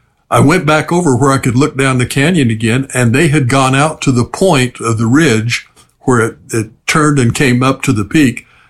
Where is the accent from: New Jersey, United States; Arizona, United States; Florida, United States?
Arizona, United States; But I was back in my hometown in eastern Arizona.